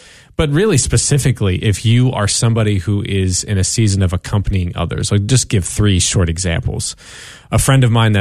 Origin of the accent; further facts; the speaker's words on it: New Jersey, United States; I grew up in New Jersey. My dad's Jewish. My mom's Episcopalian. So of course, you know, when I became 21, you know, I became Catholic